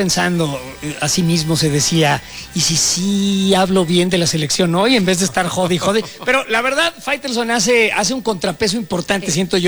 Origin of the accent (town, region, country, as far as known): Mexico